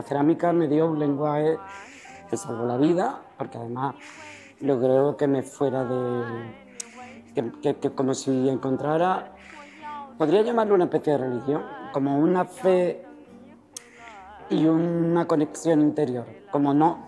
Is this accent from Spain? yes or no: yes; Seville, Andalusia, Spain; yo soy de Bellavista, en Sevilla, en un barrio.